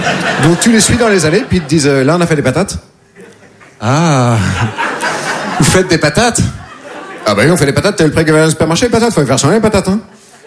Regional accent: Nouvelle-Aquitaine, France

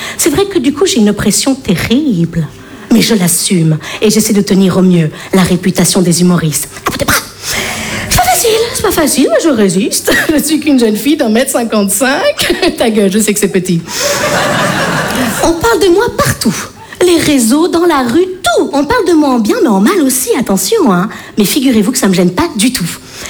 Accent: Bordeaux, Nouvelle-Aquitaine, France; je viens de Bordeaux.

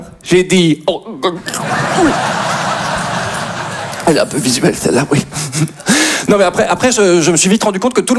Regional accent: Belgium; je suis belge.

